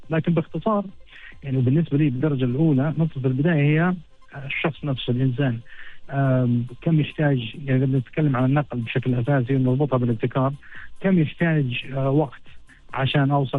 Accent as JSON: {"language": "Arabic", "town": "Mecca", "region": "Makkah Province", "country": "Saudi Arabia", "tie": "born or raised there", "said": "مدينتي مكة المكرمة بلد المنشأ"}